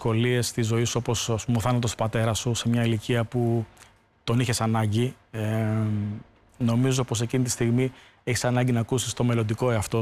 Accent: Tripoli, Peloponnese, Greece; now in Athens, Greece; Το να φύγω από την πόλη μου και να βρεθώ σε μια πόλη όπως είναι η Αθήνα που συχαινόμουν πραγματικά

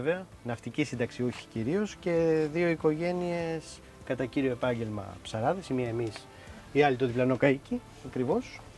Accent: Greece; Εδώ μεγάλωσα, εδώ γεννήθηκα, εδώ μεγάλωσα, στη Λιμνοθάλασσα κυρίως. Μέσα, στο Καΐκι ο πατέρας μου ψαράς από παππούς ψαράς, πατέρας ψαράς.

